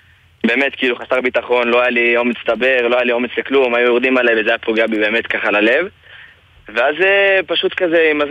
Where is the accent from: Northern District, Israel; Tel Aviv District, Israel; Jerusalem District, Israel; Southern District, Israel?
Jerusalem District, Israel; Jerusalem; אני מירושלים.